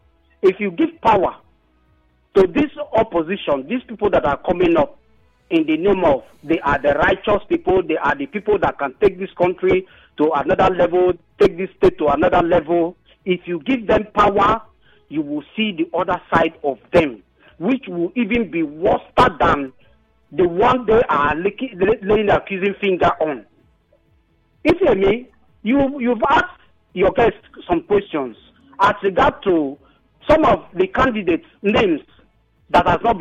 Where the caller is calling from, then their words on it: Bori, Rivers, Nigeria; I'm calling from Bori in Kana local government.